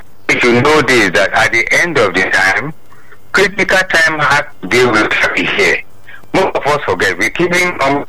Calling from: Sango, Nigeria; I'm calling from Sango.

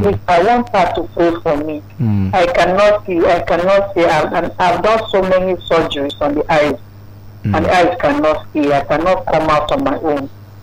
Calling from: Nigeria; I'm coming from Abule, sir.

